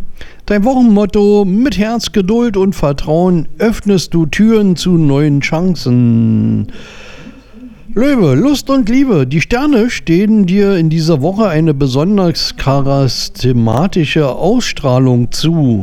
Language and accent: German; Berlin, Germany; now in Hesse, Germany; Ich bin ja Berliner in Hessen.